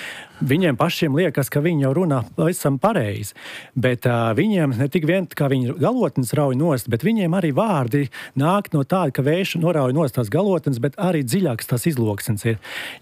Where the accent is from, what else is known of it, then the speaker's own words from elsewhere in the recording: Ventspils, Courland, Latvia; accent: Tamian dialect; man augot Ventspilī skolā ejot